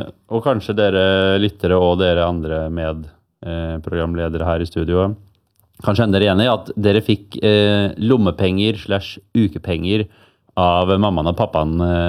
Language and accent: Norwegian; Bærum, Akershus, Norway; Jeg er fra Bærum, så det var kanskje litt snaut, eller?